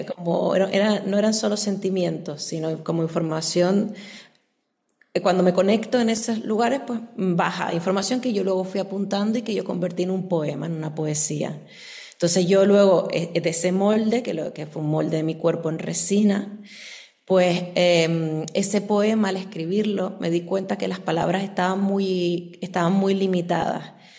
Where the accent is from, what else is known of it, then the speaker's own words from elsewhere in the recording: Canary Islands, Spain; yo soy de las Islas Canarias, y entonces mis ancestras, pues los ancestros de las Islas Canarias, en Tenerife en concreto, momificaban